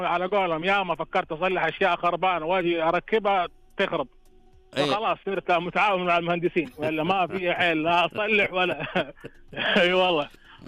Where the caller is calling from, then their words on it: Yanbu, Medina Province, Saudi Arabia; من ينبع الصناعيه.